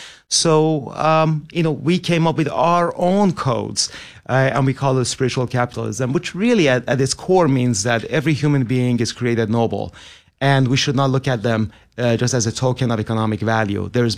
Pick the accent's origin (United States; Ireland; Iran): Iran; as a kid growing up in Iran in the 1980s